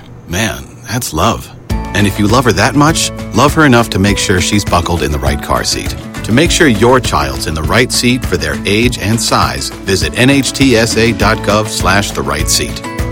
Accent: Texas, United States; I'm originally from Texas, so I'm used to, yeah.

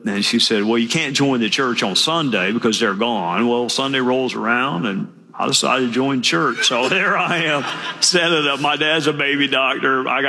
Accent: Greenville, South Carolina, United States; born there; imagine I was born in Greenville.

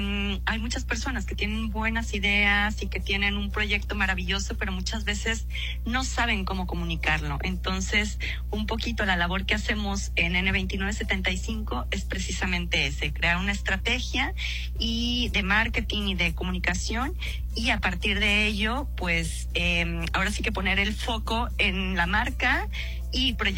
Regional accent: Guadalajara, Jalisco, Mexico; moved away as an adult; now in Madrid, Spain; La verdad es que en México siempre tomaba tequila. Soy de Guadalajara, además.

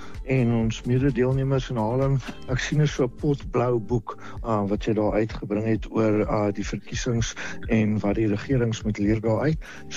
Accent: KwaZulu-Natal, South Africa; Hy's van Westville en dis bitter naby aan waar ek groot geword het.

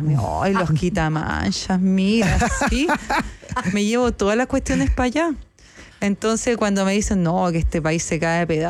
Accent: Chile; moved away as an adult; now in Buenos Aires, Argentina

